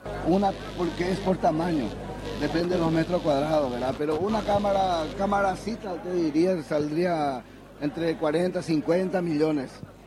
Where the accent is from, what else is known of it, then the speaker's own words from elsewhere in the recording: Hohenau, Itapúa, Paraguay; No, yo soy oriundo de Joenao.